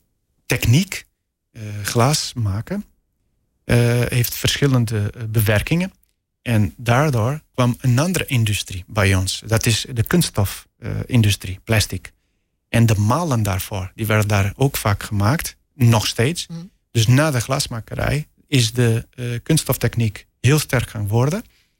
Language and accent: Dutch; Marinha Grande, Leiria District, Portugal; Dutch is a second language; moved away as an adult; now in Netherlands; Ik kom oorspronkelijk uit Portugal. Uit een stad dat de naam Marinha Grande heet. En die is tussen Lissabon en Porto een beetje. Aan zee, aan de Atlantische Oceaan. En dat is, dus daar ben ik geboren en getogen. Totdat ik naar Nederland kwam met mijn 27 jaar oud.